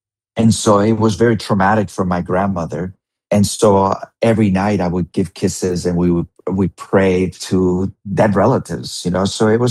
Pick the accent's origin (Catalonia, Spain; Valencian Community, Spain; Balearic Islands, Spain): Balearic Islands, Spain; Mallorca; I have great memories of growing up in Mallorca, and at the age of living by the sea, fishing crabs